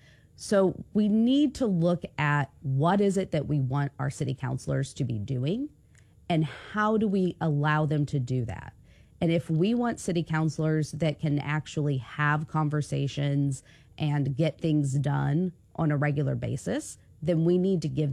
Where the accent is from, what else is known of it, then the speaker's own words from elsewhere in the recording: Springfield, Missouri, United States; I'm initially from Springfield, Missouri.